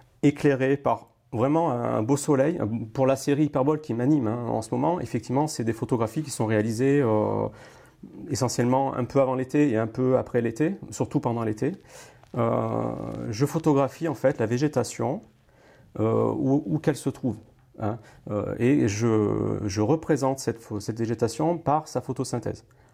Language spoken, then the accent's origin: French; Clermont-Ferrand, Auvergne-Rhône-Alpes, France; j'ai fait mes études à Clermont-Ferrand. Je suis clermontois de base et j'habite actuellement dans une petite commune rurale.